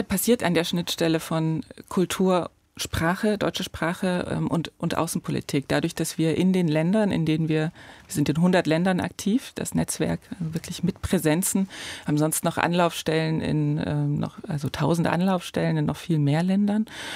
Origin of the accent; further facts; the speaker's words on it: Vohburg, Bavaria, Germany; also born or lived in Borna; Das Krankenhaus steht in Borna, aber aufgewachsen bin ich in Vohburg.